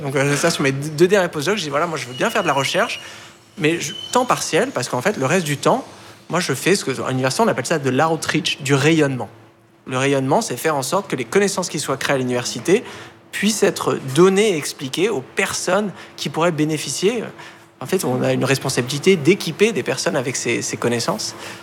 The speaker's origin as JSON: {"language": "French", "town": "Bailly", "region": "Île-de-France", "country": "France", "tie": "born or raised there", "said": "Oui, ça s'appelle Bailly, c'est un petit village hein, de quelques milliers d'habitants, c'est quand même la campagne, hein, c'est coincé entre les plaines de Versailles, dont un grand domaine agricole, et la forêt de Marly."}